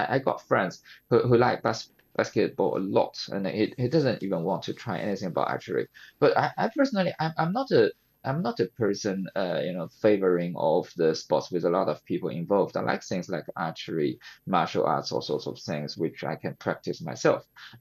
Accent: Nanjing, Jiangsu, China; also born or lived in Hull; my hometown, Nanjing, which is also a very large city in China.

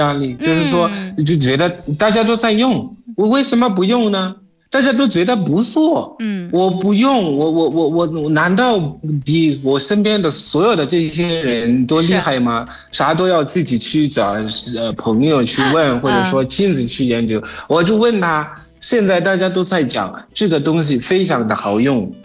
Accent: Zimbabwe; Chinese is a second language; 我是来自津巴布的

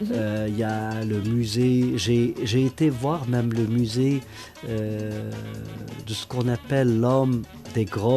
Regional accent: Algeria; Vous savez, en tant qu'Algérien, j'ai eu la chance d'avoir... ces cultures, ce mix de cultures arabes, méditerranéens, africains

